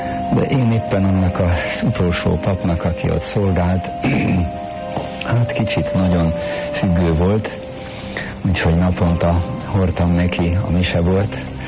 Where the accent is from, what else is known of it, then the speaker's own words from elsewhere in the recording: Pilisszentlászló, Pest, Hungary; moved away as an adult; also born or lived in Budapest; now in Mukachevo, Ukraine; Ott éltem le gyerekkoromat, Piris Szent Lászlón, egy elszlovákosodott magyar falu, de az én gyerekkoromban már vissza magyarosodott.